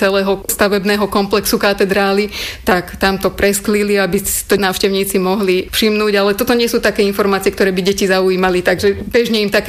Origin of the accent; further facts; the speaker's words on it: Vráble, Nitra Region, Slovakia; Ja pochádzam z nedalekého mesta Vráble a študovala som tu na Univerzite Konštantína filozofa, management kultúry a turizmu.